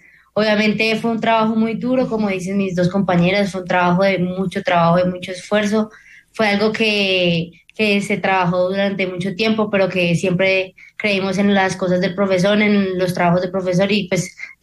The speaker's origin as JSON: {"language": "Spanish", "country": "Colombia", "said": "porque pues somos colombianos y pues el corazón de un colombiano es muy difícil de quebrar."}